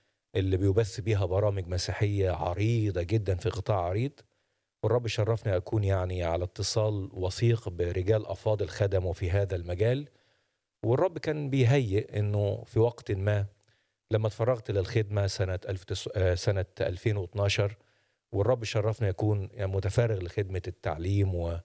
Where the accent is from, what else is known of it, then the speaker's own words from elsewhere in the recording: Sheikh Ziyad, Minya Governorate, Egypt; الشيخ زياد مركز مغاغة محافظة المنيا، في هذا المكان أنا نشأت في الشيخ زياد، وفي هذا المكان اتعرفت على الرب منذ الصغر